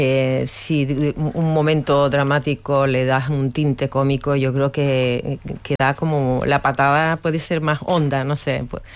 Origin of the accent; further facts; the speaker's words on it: Buenavista del Norte, Canary Islands, Spain; somos de pueblo, yo soy de Buenavista